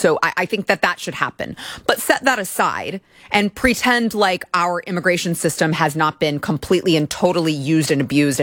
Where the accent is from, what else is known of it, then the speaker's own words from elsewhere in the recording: United States; as an American